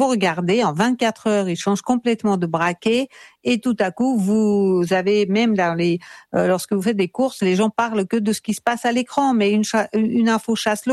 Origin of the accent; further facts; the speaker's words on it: Russia; now in France; j'ai vécu l'URSS de l'intérieur, hein. Moi j'ai grandi avec les parents qui étaient des dissidents